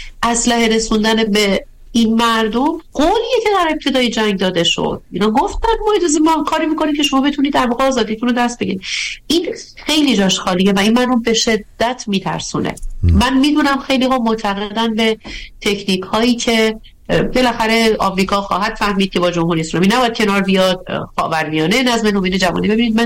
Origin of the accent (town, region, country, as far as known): Iran; moved away